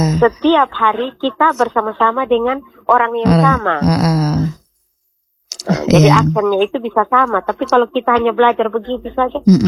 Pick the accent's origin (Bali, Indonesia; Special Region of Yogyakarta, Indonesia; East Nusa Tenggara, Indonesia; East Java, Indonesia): East Nusa Tenggara, Indonesia; Rote; moved away